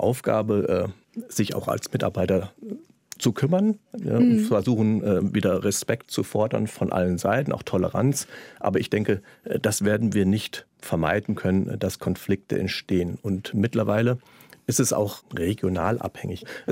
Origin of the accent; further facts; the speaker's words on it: Bad Soden-Salmünster, Hesse, Germany; Ich komme aus dem Ort, der zweigeteilt war, Bad Soden-Salmünster.